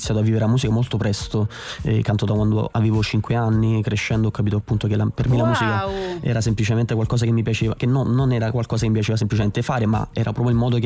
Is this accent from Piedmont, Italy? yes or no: no; Naples, Campania, Italy; io vengo da Napoli, precisamente vengo da Barra, un quartiere di Napoli, e un quartiere comunque difficile